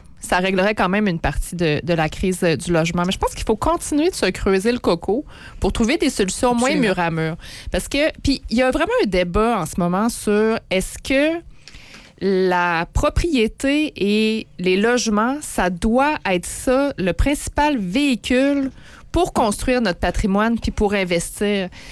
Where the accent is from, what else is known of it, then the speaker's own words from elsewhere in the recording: Quebec City, Quebec, Canada; born there; moi, je viens de Saint-Roch. Je suis née là.